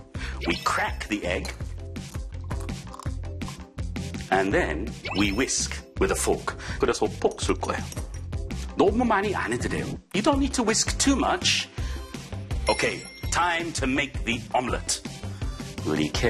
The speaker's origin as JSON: {"language": "Korean", "country": "United Kingdom", "second_language": "Korean", "moved": "yes", "lives_now": "South Korea", "said": "왜냐하면 우리 영국 옥수수 다 초당 옥수수예요."}